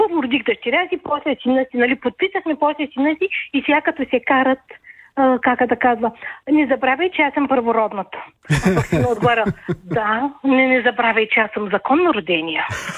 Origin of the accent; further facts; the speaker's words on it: Varna, Varna Province, Bulgaria; съм от Варна.